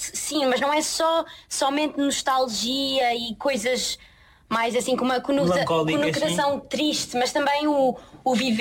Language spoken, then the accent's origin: Portuguese; Lisbon, Portugal; also born or lived in Leiria; Eu sou de Lisboa. Tive a minha formação toda em Lisboa. Quer dizer, depois fui 2 anos para Leiria.